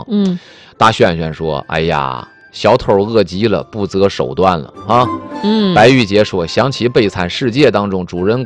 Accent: Dandong, Liaoning, China; moved away; 我们那儿，我上小学的时候啊，还有的同学家里老人，满族的爷爷奶奶，还会说满语了

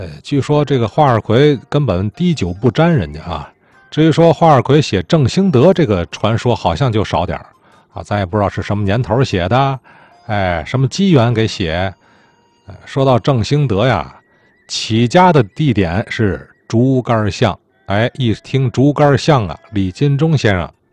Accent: Tianjin, China; 咱们天津人首先想到就是劝业场啊，

